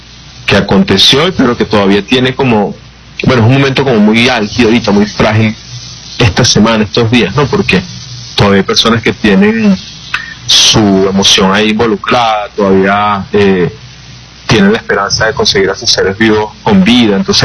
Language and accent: Spanish; Venezuela